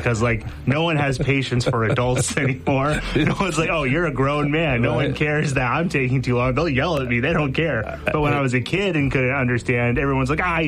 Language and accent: English; Mexico; And I grew up in Mexico, so I grew up in a country where I didn't speak the language.